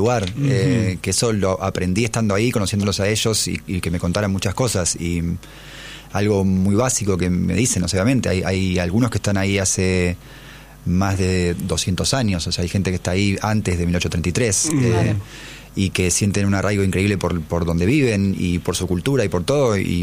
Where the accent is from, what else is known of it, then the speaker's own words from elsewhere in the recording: Argentina; me parece que es lo único que nos une así como argentinos en todo sentido